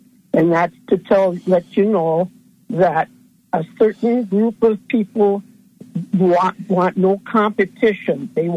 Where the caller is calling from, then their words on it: Wisconsin, United States; from Wisconsin.